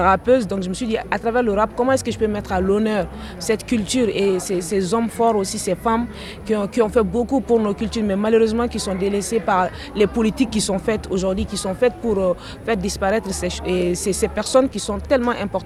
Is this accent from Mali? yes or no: yes; Mali; Et surtout chez nous au Mali, franchement, c'est des grands hommes, c'est des guerriers